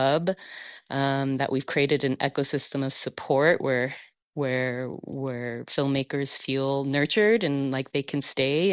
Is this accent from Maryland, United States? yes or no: no; El Paso, Texas, United States; born or raised there